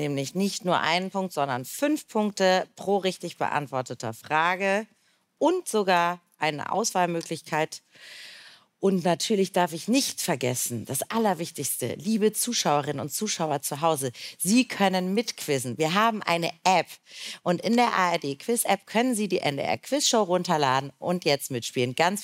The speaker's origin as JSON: {"language": "German", "region": "Hamburg", "country": "Germany", "said": "Ich komme ja aus Hamburg"}